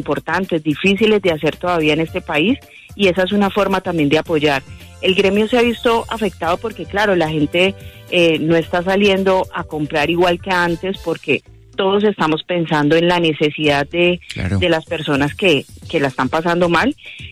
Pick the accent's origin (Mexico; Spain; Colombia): Colombia; Cali, Valle del Cauca; tenemos que seguirnos moviendo como caleños, como vallecaucanos y como colombianos para esto salga nuevamente adelante